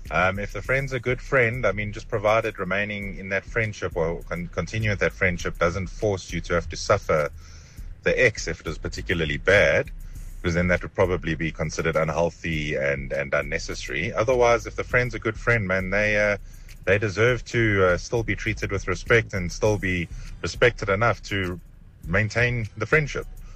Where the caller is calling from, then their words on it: Johannesburg, Gauteng, South Africa; from Joburg.